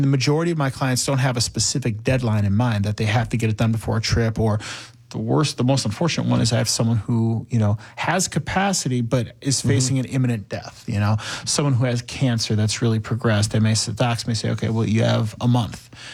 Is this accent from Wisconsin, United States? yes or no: yes; Hubertus, Wisconsin, United States; also born or lived in Pennsylvania; I grew up here. I grew up in Washington County. I grew up in Hubertus. So that's my hometown.